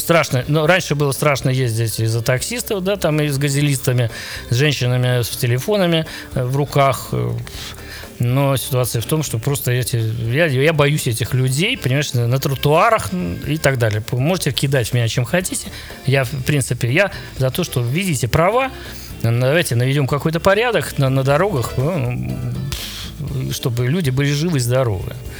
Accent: Saint Petersburg, Russia; Слушай, во-первых, я ленинградец, да. Я очень люблю наш город.

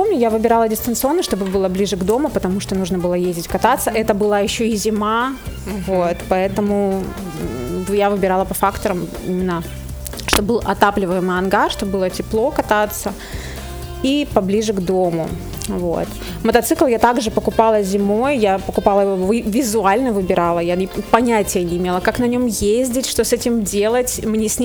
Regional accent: Russian Far East, Russia; а я сама дальневосточница

